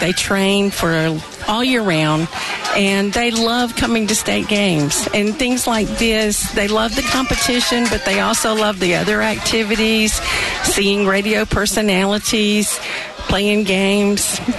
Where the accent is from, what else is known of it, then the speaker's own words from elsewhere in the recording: Augusta, United States; I'm actually from Augusta